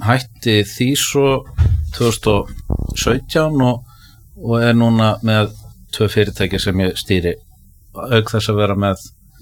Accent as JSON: {"language": "Icelandic", "town": "Kópavogur", "region": "Capital Region", "country": "Iceland", "tie": "born or raised there", "said": "Ég er Kópavogsbúi upplagi, bjó Kásnesinu, ólst upp þar"}